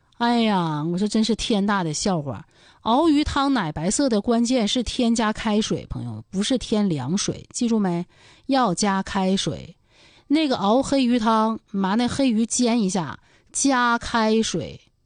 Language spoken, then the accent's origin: Chinese; Dalian, Liaoning, China; 这就是咱们大连人啊，